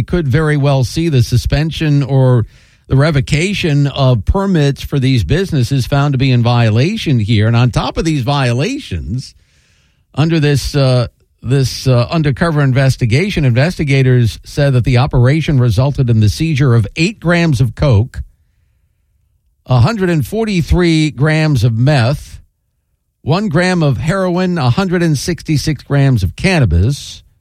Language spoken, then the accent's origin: English; Lake Mary, Florida, United States; I'll just stay in my hometown of Lake Mary.